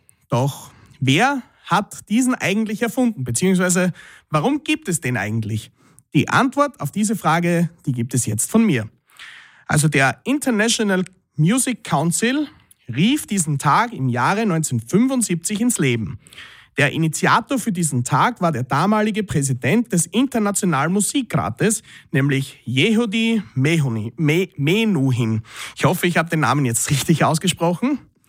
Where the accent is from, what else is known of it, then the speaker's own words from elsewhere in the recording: Austria; speziell auch als Österreicher hier in Österreich